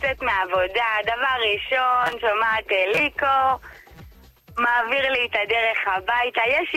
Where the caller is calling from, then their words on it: Ashdod, Southern District, Israel; מאשדוד, בת 41, אימא לשלוש נסיכות.